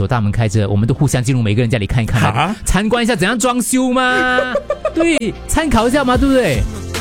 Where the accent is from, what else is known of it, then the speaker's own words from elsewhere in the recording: Malaysia; Maybe because 我在马来西亚长大了。